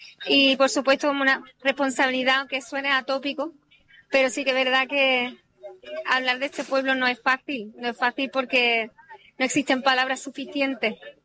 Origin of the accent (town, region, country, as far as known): La Línea de la Concepción, Andalusia, Spain